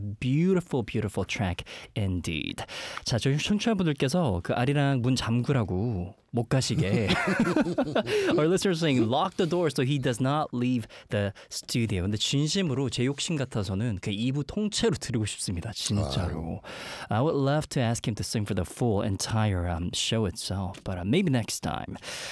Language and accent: English; Canada; moved away; I grew up in Canada